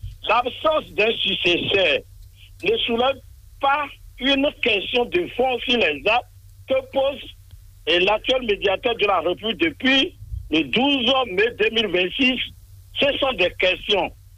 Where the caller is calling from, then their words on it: Cotonou, Littoral, Benin; De Missebor Cotonou, 5e arrondissement.